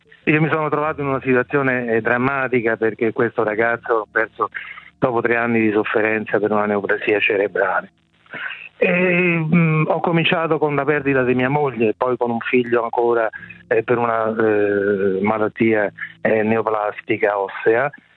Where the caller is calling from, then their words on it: Rome, Lazio, Italy; Io sono di Roma, sì.